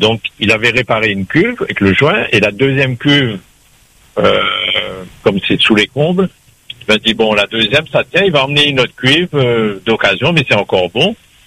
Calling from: Saint-Denis, Réunion; Je suis sur Saint-Denis, dans les Hauts, donc voilà.

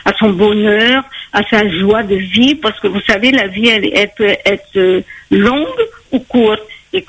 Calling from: West Réunion, Réunion; moi je viens de la région de l'Ouest comme lui

